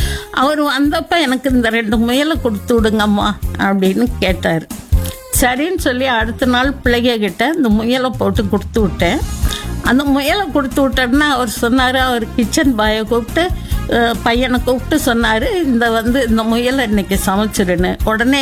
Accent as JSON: {"language": "Tamil", "town": "Madurai", "region": "Tamil Nadu", "country": "India", "tie": "born there", "said": "நான் படித்த பள்ளிக்கூடம் வந்து send Joseph's higher secondary school, அதில் தான் நான் படிச்சுட்டு இருந்தேன். சென்ட் ஜோசப்ஸ் மதுரையில் இருக்குது."}